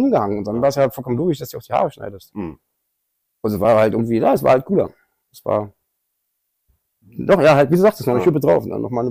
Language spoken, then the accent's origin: German; Berlin, Germany; Nee, geboren in Schöneberg, groß geworden in Kreuzberg.